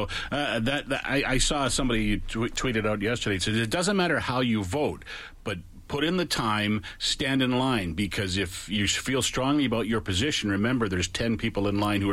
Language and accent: English; Alberta, Canada; I'm proud to be an Albertan. I love living in Alberta and living in Edmonton, but I feel I'm a Canadian first.